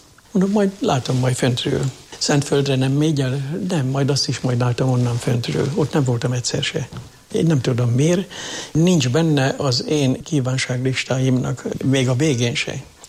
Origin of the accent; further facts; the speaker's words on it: Jászárokszállás, Jász-Nagykun-Szolnok, Hungary; És ami még a szülőhazám idejére visszanyúlik, ott minden első szombaton mondattak szentmisét papi hivatásokért. Na most akkor ezt elmondom. Édesanyám benne volt a tanyai világnak, a jászárokszállási tanyai körzetnek a Rózsafűzér társulatába.